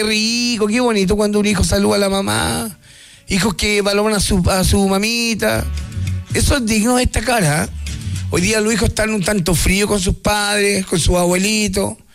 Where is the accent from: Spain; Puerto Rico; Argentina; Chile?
Chile; Cañete, Biobío; Buenas noches, Rupe. Mira, soy de Cañete.